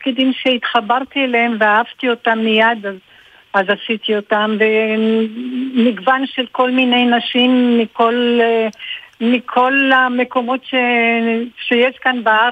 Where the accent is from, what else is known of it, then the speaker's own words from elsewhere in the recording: Tel Aviv, Tel Aviv District, Israel; accent: Bulgarian r; also born or lived in Bulgaria; שההורים שלי הגיעו לארץ ואני בת שנה, שבנו ביפו, היינו ביפו, ולאט לאט כל הבולגרים התאספו והגיעו ליפו. ואני בעצם יפו תל אביב מאז שאני קטנה.